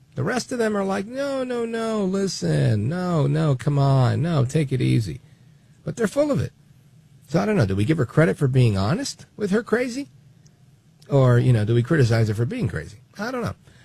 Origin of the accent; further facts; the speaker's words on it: Brooklyn, New York, United States; born there; My parents are from Puerto Rico. I was born in Brooklyn, but we have one big, happy Puerto Rican family eating pernil, rice, arroz con habichuela